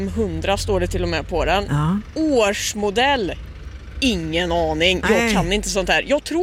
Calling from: Mellerud, Västra Götaland County, Sweden; Jag är med er från Mellerud.

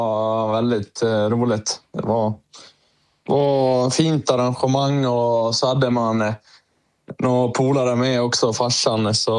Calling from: Oxberg, Dalarna County, Sweden; Just nu är jag hemma i Oxberg.

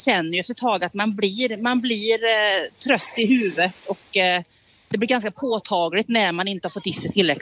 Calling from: Sweden; som svensk

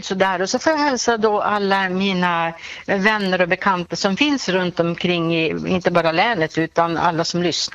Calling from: Luleå, Norrbotten County, Sweden; eftersom inte jag är hemma i Luleå då

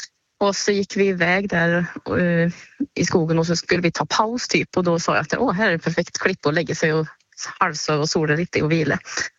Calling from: Årjäng, Värmland, Sweden; här hemma i Årjäng, eller mellan Årjäng och Töcksfors

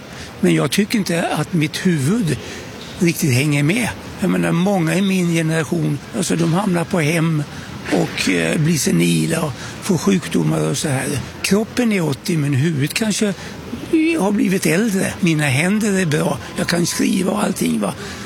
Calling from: Östersund, Jämtland County, Sweden; jag är från Östersund. Och jag har en fråga att ställa. Jag själv är en person som är 80 år.

